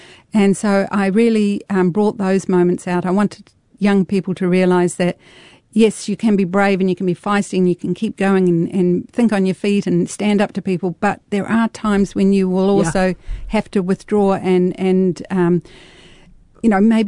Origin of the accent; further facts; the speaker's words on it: New Zealand; born there; moved away; also born or lived in Australia; I was born in New Zealand, but our family also moved to Australia and we lived there. And when we were leaving New Zealand, I was asked to fill in a visitor book.